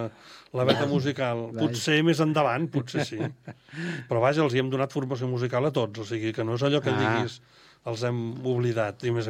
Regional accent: Barcelona, Catalonia, Spain; born there; Vaig néixer a Barcelona i he viscut... Bueno, he viscut a fora per estudis i tal, però sí, soc de Barcelona i visc a Barcelona. Soc dels privilegiats que visc a Barcelona.

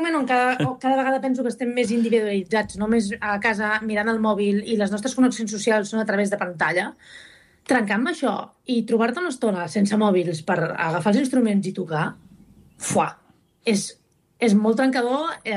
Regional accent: Vilassar de Dalt, Catalonia, Spain; Que el … és un noi de Vilassar, que soc de Vilassar de Dalt.

